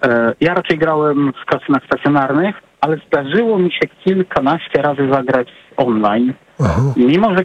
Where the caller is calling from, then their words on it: England, United Kingdom; ja z Anglii dzwonię, nie z Polski.